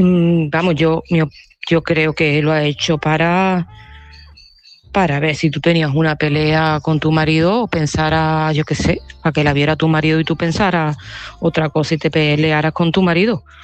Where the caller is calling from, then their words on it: Seville, Andalusia, Spain; de Sevilla y este mensaje va para mi Lourdita.